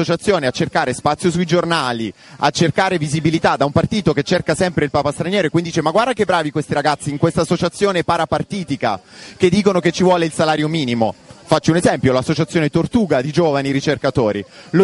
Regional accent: Bari, Apulia, Italy; also born or lived in Rome; now in Milan, Italy; io sono pugliese, sono barese, però vivo in Lombardia, lavoro e faccio ricerca lì.

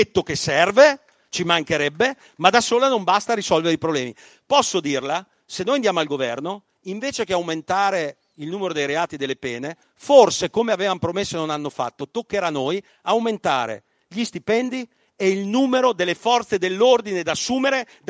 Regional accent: Emilia-Romagna, Italy; Volete che parliamo delle mie parti dove si produce il parmigiano reggiano?

